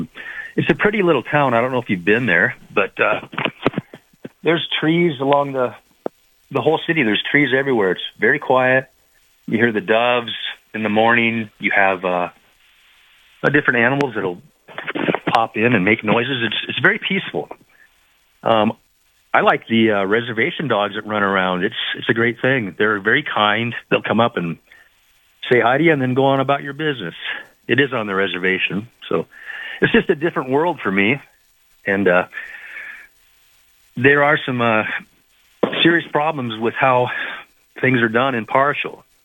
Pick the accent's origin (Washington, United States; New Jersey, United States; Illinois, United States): Washington, United States; born there; moved away as an adult; also born or lived in Seattle, United States / Spokane, United States / Boston, United States; now in North Dakota, United States; Well, I was born in Washington State, lived in the Seattle area for a while, picked up a trade there and bought a house over there as a young man.